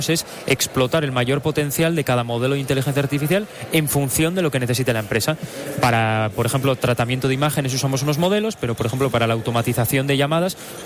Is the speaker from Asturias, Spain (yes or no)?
yes; Asturias, Spain; de todo el equipo todos somos asturianos y todos han estudiado aquí en la Universidad de Oviedo